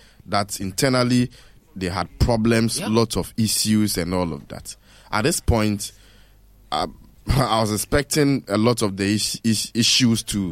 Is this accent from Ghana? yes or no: yes; Ghana; As a Ghanaian